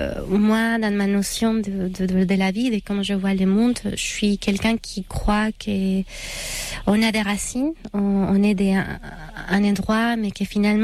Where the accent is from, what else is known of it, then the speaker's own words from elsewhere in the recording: Mexico; French is a second language; moved away; also born or lived in Acolman, Mexico; je viens du Mexique, ma famille, on faisait moitié du temps à Mexico, qui c'est la ville, et on faisait moitié du temps dans un petit village qui est à côté des pyramides de Teotihuacan, qui s'appelle Acolman. Donc c'est un tout petit village qui a mélangé les traditions